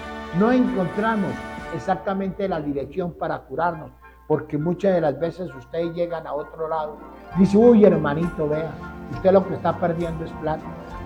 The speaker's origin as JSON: {"language": "Spanish", "town": "Aquitania", "region": "Boyacá", "country": "Colombia", "said": "Yo soy de Aquitania."}